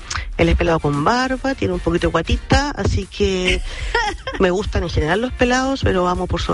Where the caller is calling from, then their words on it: Osorno, Los Lagos, Chile; Los llamo de Osorno